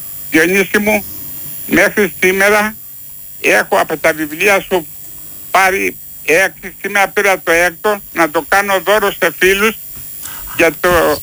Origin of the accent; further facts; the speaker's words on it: Lagkadia, Peloponnese, Greece; Είμαι από τα Λαγκάδια της Αρκαδίας.